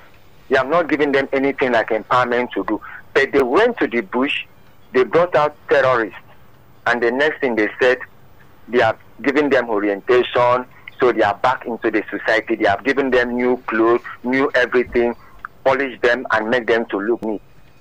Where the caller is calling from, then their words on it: Ogun, Nigeria; I'm calling from Madnyo in Ogun State.